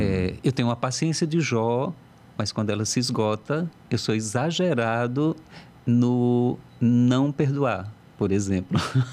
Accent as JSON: {"language": "Portuguese", "town": "Petrolândia", "region": "Pernambuco", "country": "Brazil", "said": "E ela é carioca e eu sou lá de Petrolândia."}